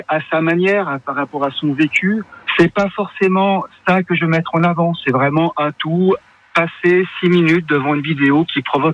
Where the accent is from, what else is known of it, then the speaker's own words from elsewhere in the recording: Aix-les-Bains, Auvergne-Rhône-Alpes, France; je suis aixois, je suis né à Aix-les-Bains